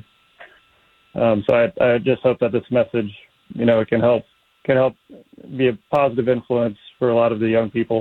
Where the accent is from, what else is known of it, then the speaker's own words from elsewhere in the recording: Nebraska, United States; Yes, I'm from Nebraska